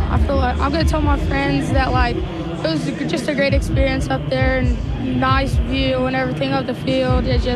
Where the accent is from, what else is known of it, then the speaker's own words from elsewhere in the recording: Greeley, Colorado, United States; I'm from Greeley, Colorado.